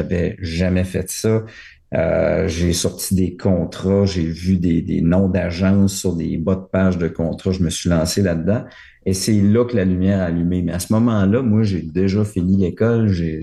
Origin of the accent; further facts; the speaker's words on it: Rimouski, Quebec, Canada; moved away as an adult; also born or lived in Montreal; now in Quebec City, Canada; Moi, je viens de Rimouski, puis je me destinais plus au monde des affaires parce que ma famille était une famille d'entrepreneurs.